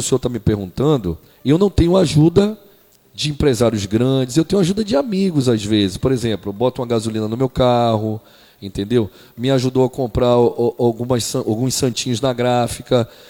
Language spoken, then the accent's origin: Portuguese; Salvador, Bahia, Brazil; born there; now in Araruama, Brazil; Nasci em Salvador, capital Salvador mesmo.